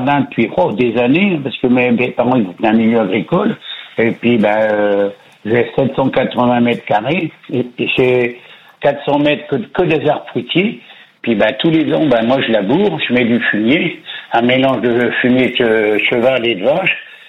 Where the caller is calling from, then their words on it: Château-Thierry, Hauts-de-France, France; je suis sur la région de Château-Thierry.